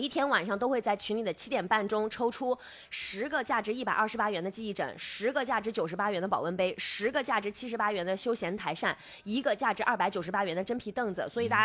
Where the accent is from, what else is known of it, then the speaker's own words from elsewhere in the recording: Nanchang, Jiangxi, China; 这个工厂我们南昌人比较好的点是在哪里？就是这个工厂就在咱们南昌